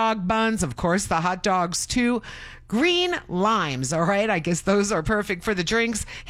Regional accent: New York, United States; moved away; See, I'm originally from New York

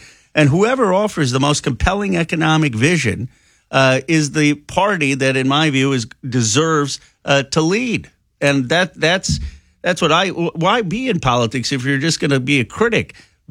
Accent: Bucks County, Pennsylvania, United States; the people I grew up in Bucks County that saw the steel mills shut down

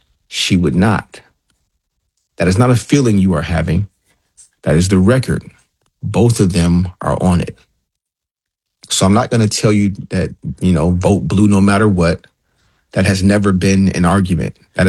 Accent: Detroit, Michigan, United States; my state, I'm from Detroit

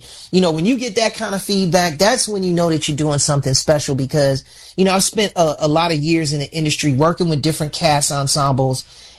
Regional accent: Chicago, Illinois, United States; my hometown of Chicago

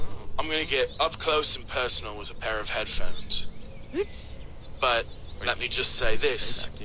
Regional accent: Pittsburgh, Pennsylvania, United States; I'm from Pittsburgh.

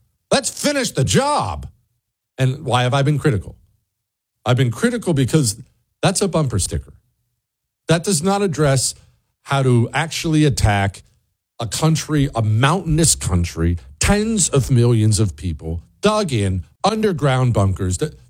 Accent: Toronto, Ohio, United States; I grew up in Toronto, Ohio

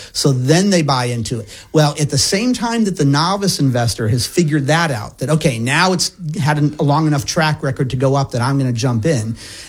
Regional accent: Colorado, United States; now in North Carolina, United States; University of Colorado, my home state college.

